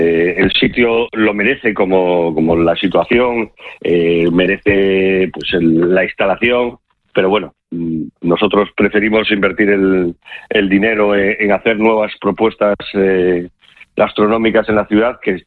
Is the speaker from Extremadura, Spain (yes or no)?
no; Gijón, Asturias, Spain; nosotros, los socios, somos de Gijón, se lo debemos todo a Gijón